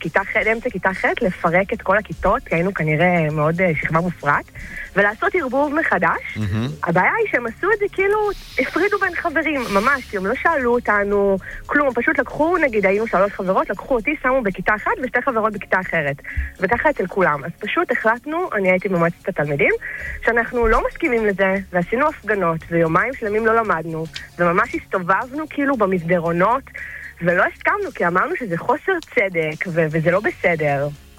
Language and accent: Hebrew; Rishon LeZion, Central District, Israel; אז שהיינו בחטיבה, אני מראשון